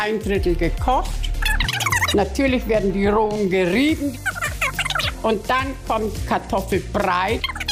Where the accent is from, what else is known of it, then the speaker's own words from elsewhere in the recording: Bavaria, Germany; born there; moved away; Ich bin schließlich ein Bayer. Von Geburt an bin ich ein Bayer.